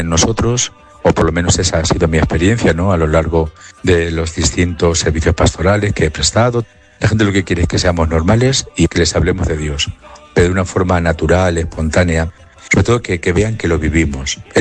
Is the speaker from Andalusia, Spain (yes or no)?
no; Cózar, Castilla-La Mancha, Spain; Soy natural de Cózar.